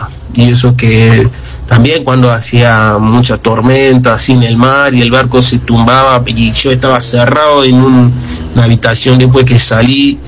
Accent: Sierra Leone; Spanish is a second language; now in Argentina; soy de Sierra Leona. Llegué a Argentina hace 4 años ahora, desde 2022 que llegué.

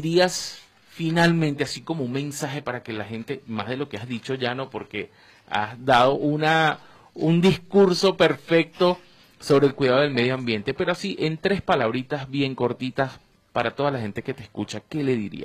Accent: Caracas, Capital District, Venezuela; Yo también soy de la parroquia Sucre, profesora. Yo soy de Katia también, muy cercano a Casalta, por cierto.

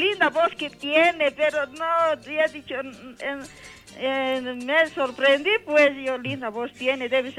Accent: Oruro, Bolivia; born there; Yo, orureña

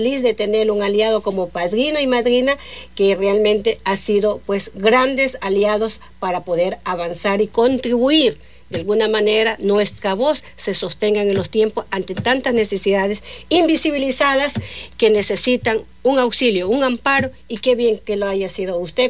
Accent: Ecuador; somos diferentes provincias del país, pero somos ecuatorianos

